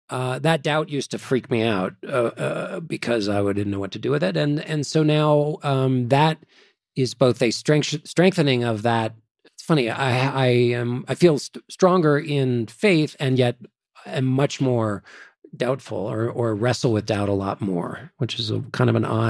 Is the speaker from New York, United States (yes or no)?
no; Washington, District of Columbia, United States